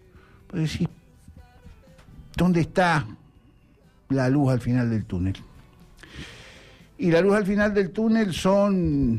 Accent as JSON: {"language": "Spanish", "country": "Argentina", "said": "Porque somos argentinos."}